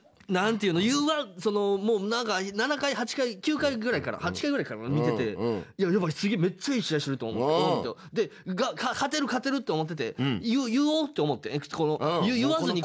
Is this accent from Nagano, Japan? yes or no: no; Shiga, Japan; 僕滋賀県なんです、うん、滋賀県で